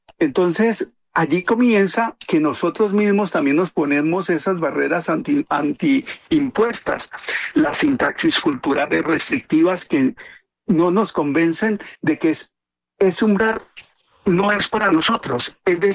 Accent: Mercaderes, Cauca, Colombia

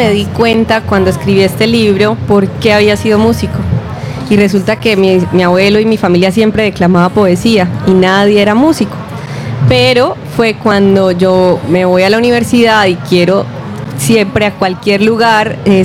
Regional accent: Itagüí, Antioquia, Colombia; Soy de Itagüí, sí.

